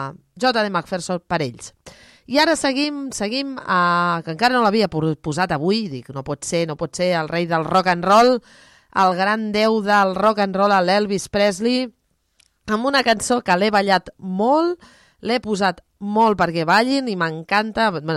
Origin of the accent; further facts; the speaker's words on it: Garraf, Catalonia, Spain; la majoria som tots del Garraf.